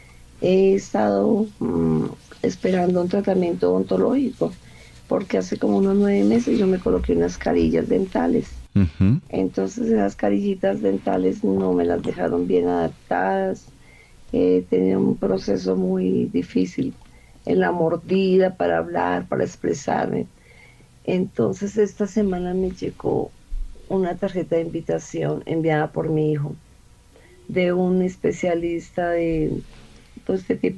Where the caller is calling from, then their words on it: Soacha, Cundinamarca, Colombia; de Soacha.